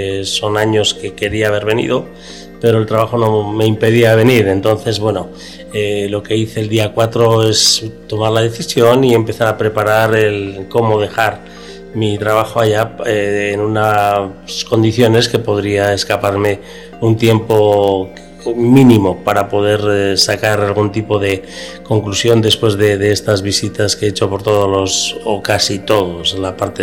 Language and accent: Spanish; Basque Country, Spain; moved away; vengo de Europa, pero siempre digo que soy vasco.